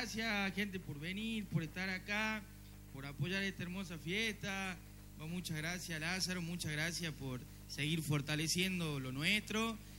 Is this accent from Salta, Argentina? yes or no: yes; Morillo, Salta, Argentina; soy de Morillo.